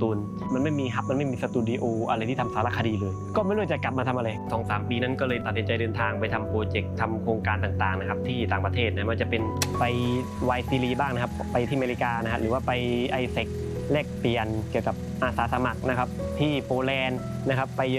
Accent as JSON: {"language": "Thai", "region": "Satun", "country": "Thailand", "tie": "born there", "said": "เราโชคดีมากที่ได้เกิดมาในสตูลครับผมเพราะว่าไม่ใช่ว่าจะมีทุกจังหวัดในประเทศไทยนะที่จะมีทั้งป่าดิบนะครับแล้วก็หมู่เกาะสวรรค์นะครับ"}